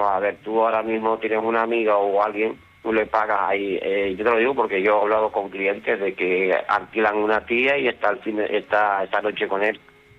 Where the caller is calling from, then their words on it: Tenerife, Canary Islands, Spain; Yo soy aquí de Tenerife y tú sabes que esto es turístico.